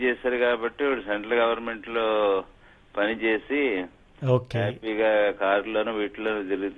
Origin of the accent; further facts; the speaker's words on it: Madiki, Andhra Pradesh, India; moved away; మా native place మడికి.